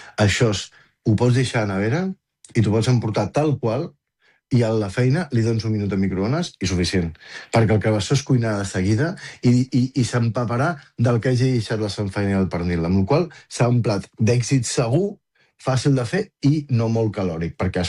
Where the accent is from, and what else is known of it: Catalonia, Spain; born or raised there